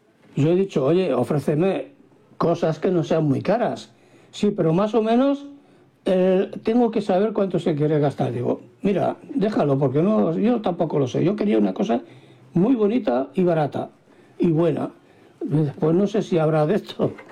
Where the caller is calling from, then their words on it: Barcelona, Catalonia, Spain; Hola, Farero … de Barcelona.